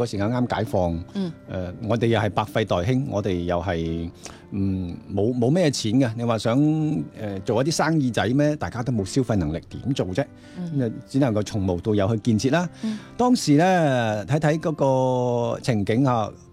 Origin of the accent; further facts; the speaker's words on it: China; 喂，我哋中國人就比嗰啲咁個咩印度文化咧，就直接好多。